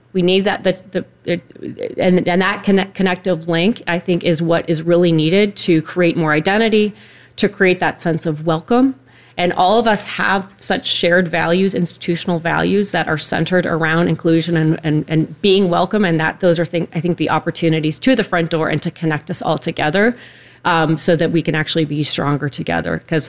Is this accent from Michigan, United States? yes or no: yes; Detroit, Michigan, United States; born there; also born or lived in Pittsburgh; now in Cleveland, United States; Most recently, I moved here from Pittsburgh, but I grew up, was born in Detroit, but grew up all over the world moving with my dad in the automotive industry.